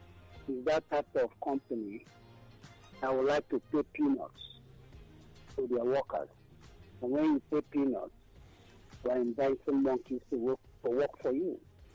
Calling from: Ikotun, Lagos, Nigeria; I'm calling from Abaranja in Ikoti.

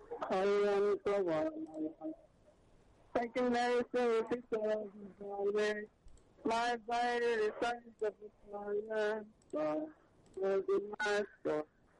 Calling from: Sagamu, Ogun, Nigeria; I'm calling from Sagamu.

